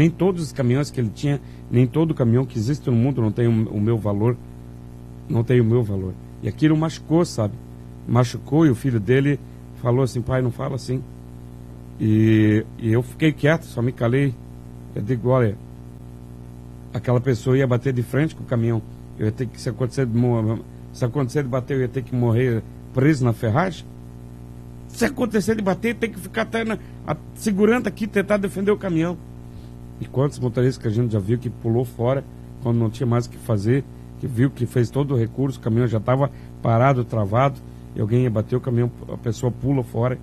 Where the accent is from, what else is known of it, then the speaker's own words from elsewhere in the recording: Itaiópolis, Santa Catarina, Brazil; moved away; also born or lived in Joinville; Eu sou natural de Itaió, Santa Catarina, mas eu morei muitos anos em Joinville.